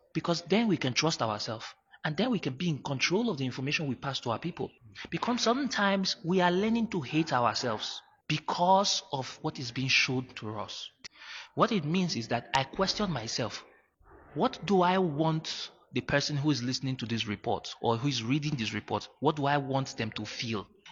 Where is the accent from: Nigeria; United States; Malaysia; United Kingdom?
Nigeria; I'm a Nigerian journalist. I work with Nigeria Info Extra in Lagos, Nigeria.